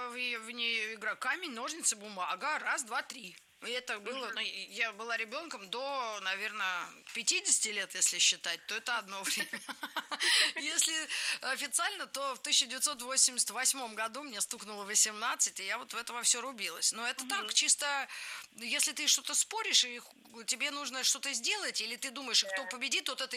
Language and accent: Russian; Moscow, Russia; я вот родилась в Москве, моя родина Москва